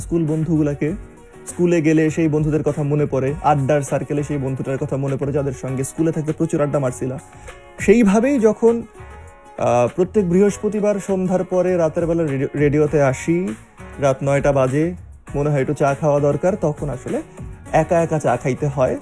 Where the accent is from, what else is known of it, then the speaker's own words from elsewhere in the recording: Tangail, Dhaka Division, Bangladesh; now in Dhaka, Bangladesh; আমার দেশের বাড়ি বাংলাদেশ, আমি থাকি ঢাকায়, মানে আমার গ্রামের বাড়ি টাঙ্গাইল, আমি থাকি ঢাকায়।